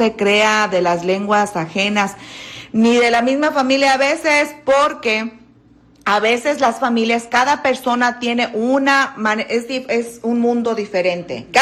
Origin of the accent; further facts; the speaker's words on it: Michoacán, Mexico; No, soy de Michoacán.